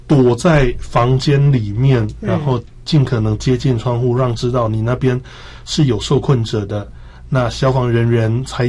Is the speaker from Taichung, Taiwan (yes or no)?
yes; Taichung, Taiwan; 因为我台中人、哦、然后921那个我是亲身在那边摇